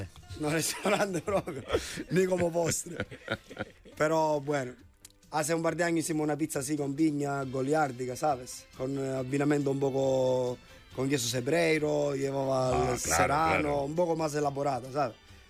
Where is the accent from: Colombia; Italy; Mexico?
Italy; Spanish is a second language; now in Spain; Yo me la llevé de mi tierra.